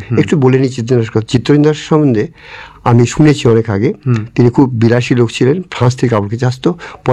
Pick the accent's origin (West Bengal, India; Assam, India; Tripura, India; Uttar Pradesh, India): West Bengal, India; Rajpur; আমি যে পরিবেশে মানুষ হয়েছি রাজপুর ইউনিভার্সিটির আন্ডারে